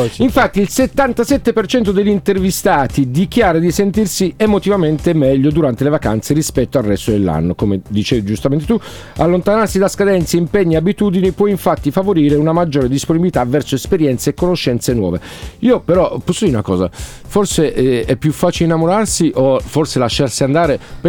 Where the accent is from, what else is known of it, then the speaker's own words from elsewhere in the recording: Turin, Piedmont, Italy; moved away; perché sono di Torino